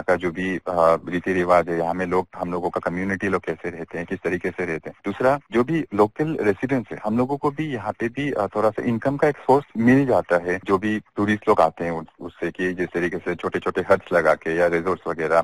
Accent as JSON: {"language": "Hindi", "town": "Namsai", "region": "Arunachal Pradesh", "country": "India", "said": "और मैं नामसाई का रहने वाला हूँ।"}